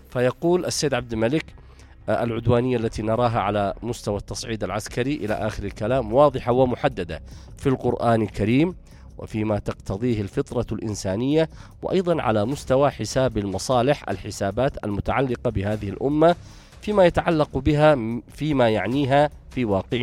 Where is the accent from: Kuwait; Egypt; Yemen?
Yemen; بلادنا اليمن.